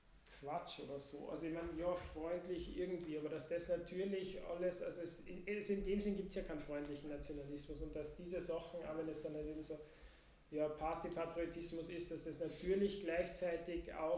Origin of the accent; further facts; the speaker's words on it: Austria; sage ich jetzt als Österreicher.